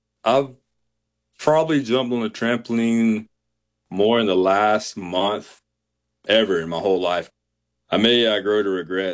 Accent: Georgia, United States; born there; I was born in Georgia, so I've always been a huge Georgia Bulldog fan.

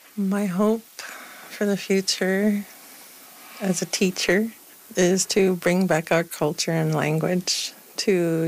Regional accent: Natuashish, Newfoundland and Labrador, Canada; I'm from Natwashish.

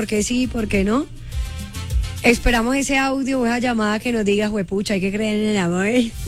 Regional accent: Cali, Valle del Cauca, Colombia; Sí, señor, soy caleña.

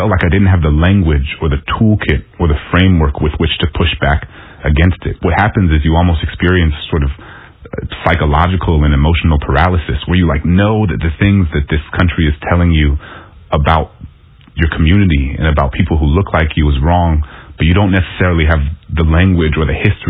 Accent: New Orleans, Louisiana, United States; I remember growing up in New Orleans and being inundated with these messages, some implicit, some explicit, about why New Orleans was the way that it was, right?

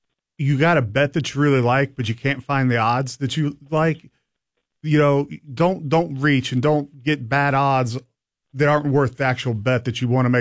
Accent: Lexington, Kentucky, United States; I grew up in Lexington. I went to Lexington Catholic.

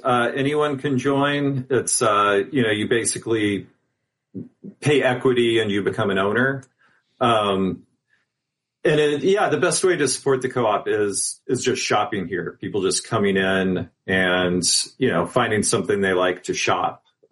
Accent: Missouri, United States; also born or lived in West Coast / New York; now in Chicago, United States; Grew up the first part of my life in Missouri, then moved to the West Coast, moved around a bit, lived in upstate New York before moving to Chicago.

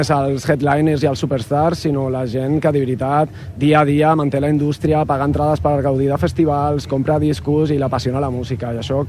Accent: Murcia, Region of Murcia, Spain; Catalan is a second language; now in Barcelona, Spain; Jo sóc de Múrcia, però xerraré en català perquè estic molt enxixada amb això

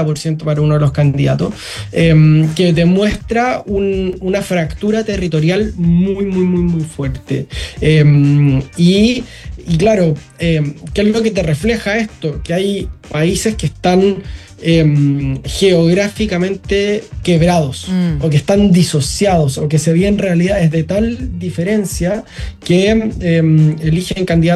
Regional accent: Chile; En Chile no tenemos esas particularidades tan fuertes.

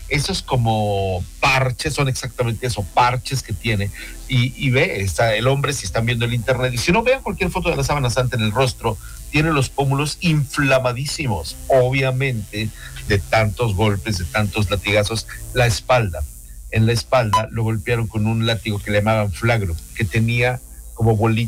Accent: Mexico; A nivel religioso, yo soy totalmente mariano. Soy mexicano total.

